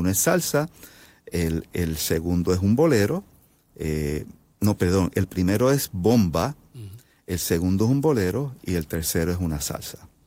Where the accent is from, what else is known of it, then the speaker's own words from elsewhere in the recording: Puerto Rico; Yo vengo de Puerto Rico, vengo del Caribe y hago justamente lo mismo, pero utilizando el ritmo de diferentes ritmos puertorriqueños o del Caribe.